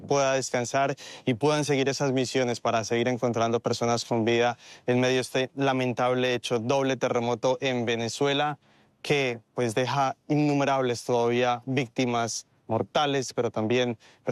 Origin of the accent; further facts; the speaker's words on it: Colombia; aunque soy colombiano, también gracias por venir a acompañar esta emergencia